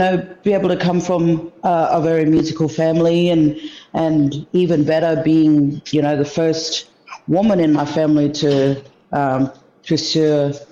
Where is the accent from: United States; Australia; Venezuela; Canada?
Australia; Hermannsburg, Northern Territory; So I'm a Western Arrernte woman from Ntaria community, Worcester Valley Springs.